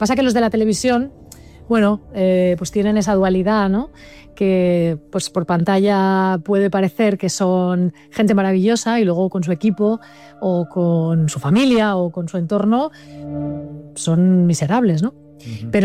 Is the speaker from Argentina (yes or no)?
no; Barcelona, Catalonia, Spain; now in Madrid, Spain; Pues fíjate que soy de Barcelona, llevo 15 años en Madrid